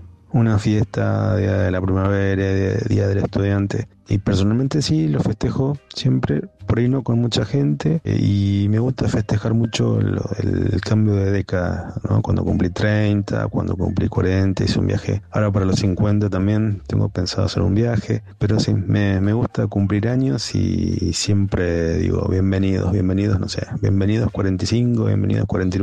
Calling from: Buenos Aires, Argentina; de Palermo.

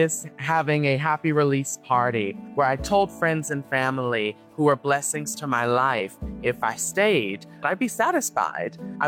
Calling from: Kapolei, Hawaii, United States; I'm calling from Kapolei, Hawaii, on the island of Oahu.

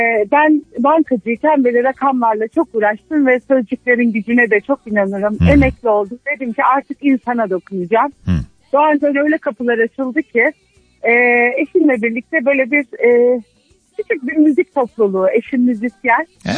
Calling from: Ankara, Turkey; Ankara'dan arıyorum.

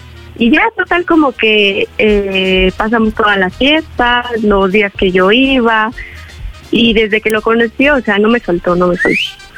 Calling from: Mexico City, Mexico; Soy de Ciudad de México y tengo 28 años.

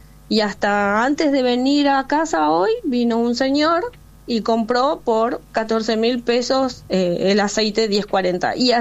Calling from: Florencio Varela, Buenos Aires Province, Argentina; soy de Florencio Varela

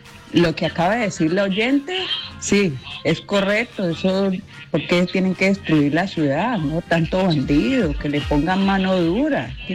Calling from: Cali, Valle del Cauca, Colombia; yo soy de Cali

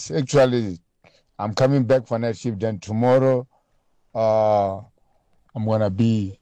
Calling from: South Africa; from Stone Ridge here.

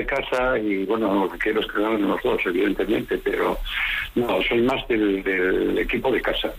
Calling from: Asturias, Spain; Desde Asturias.

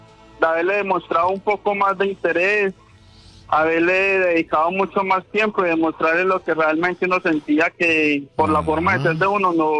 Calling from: San Carlos, Antioquia, Colombia; yo soy de San Carlos, Antioquia.

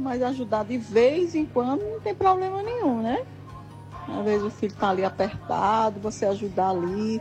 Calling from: Petrolina, Pernambuco, Brazil; aqui da cidade de Petrolina, Pernambuco

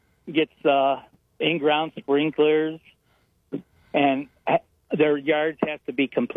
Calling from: Avon Lake, Ohio, United States

